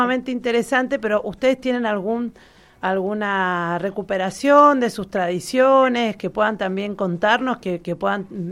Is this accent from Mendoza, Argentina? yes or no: yes; Mendoza, Argentina; born there; also born or lived in Neuquén; yo también soy media inmigrante, pues yo soy neuquina y también me vine desde muy chiquitita acá a Mendoza. Así que yo me siento patagónica y estuvimos hace poco tiempo, un par de años también en Ushuaia